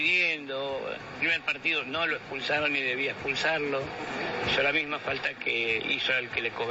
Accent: Argentina; Como argentino me da vergüenza.

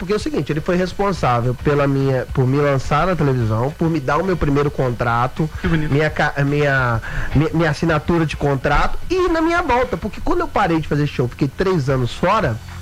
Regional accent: Guarani, Minas Gerais, Brazil; moved away; eu doei tudo pra Guarani, minha cidade natal. Tem 9 mil habitantes.

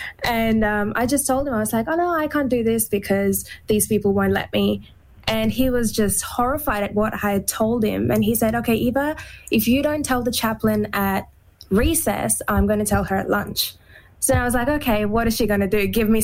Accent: India; moved away; I think firstly, with growing up in India, I had disclosed my abuse to three adults in three different scenarios.

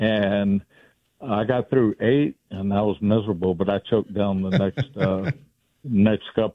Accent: Center Point, Alabama, United States; Growing up in on the main streets, actually, back then, they were the nice streets of Center Point, Alabama.

